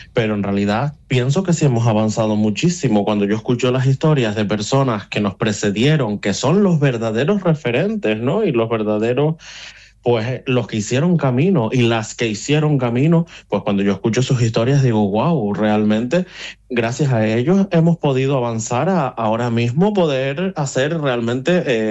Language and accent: Spanish; Canary Islands, Spain; desde aquí, desde las islas, pues ultraperiféricas que somos Canarias